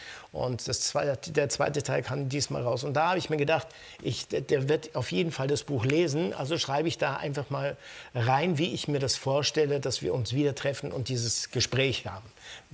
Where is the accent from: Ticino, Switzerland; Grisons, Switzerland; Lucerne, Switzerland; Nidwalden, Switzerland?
Ticino, Switzerland; Lugano; moved away; wir sind ja aus Lugano, aus dem Ticino